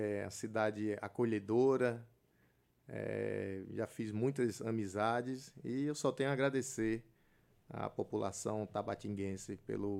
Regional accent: Alagoas, Brazil; also born or lived in Brasília; Sou alagoano, mas

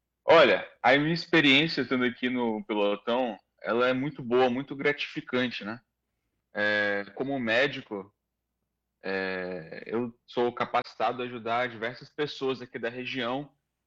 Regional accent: Manaus, Amazonas, Brazil; Eu sou manauara daqui do Amazonas, com muito orgulho.

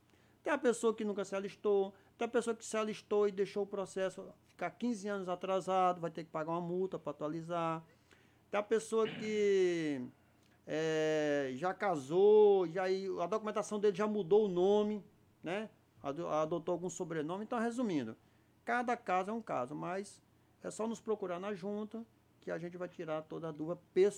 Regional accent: Brazil; born there; now in Alto Solimões, Amazonas, Brazil; somos nós aqui, nós nascemos no Brasil, filhos de pai e mãe brasileiro.

